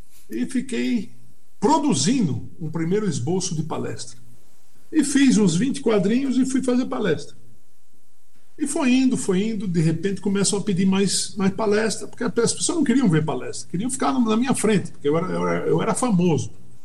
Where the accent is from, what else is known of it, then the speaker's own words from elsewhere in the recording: Natal, Rio Grande do Norte, Brazil; born there; moved away; Nasci em Natal.